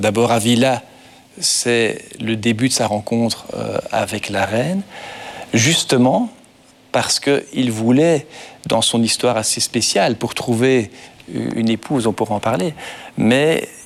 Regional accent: Belgium; c'est la diversité dont vous parlez, qui chez nous, en Belgique, est aussi présente, mais c'est un fédéralisme à deux que nous avons chez nous.

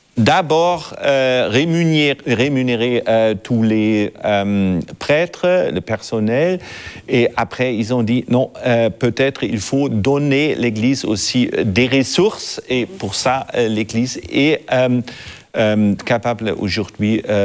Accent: Germany; French is a second language; De temps en temps, chez nous, en Allemagne, on a encore un petit peu peur d'être regardé comme missionnaire.

